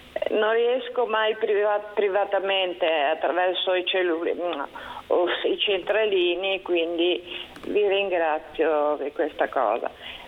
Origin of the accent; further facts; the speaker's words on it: Genoa, Liguria, Italy; io sono nata a Genova, sono genovese al 100%